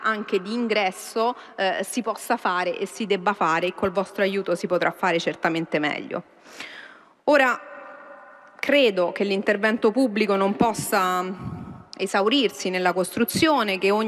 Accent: Rome, Lazio, Italy; ma sono romana

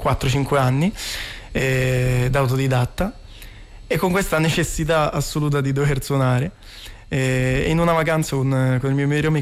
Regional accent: Rome, Lazio, Italy; Sono di Roma, poi mi sono trasferito a Campagnano, che è un paese, okay, poco fuori da raccordo, ecco.

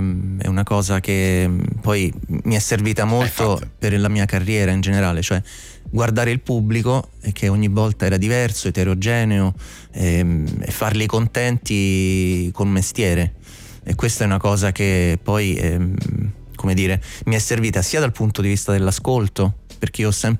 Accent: Apulia, Italy; io sono pugliese e questa è la ragione per cui questo lavoro si orienta poi sul folk e sul, diciamo, va a recuperare le origini della taranta, della pizzica, che sono tutte musiche con cui io sono cresciuto da piccolo.

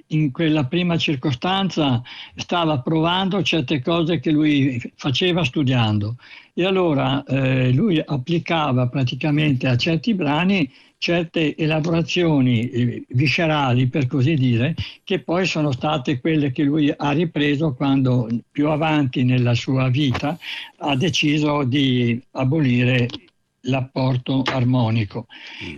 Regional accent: Venice, Veneto, Italy; io veni da Venezia, perché io sono veneziano, son venuto al Lirico di Milano.

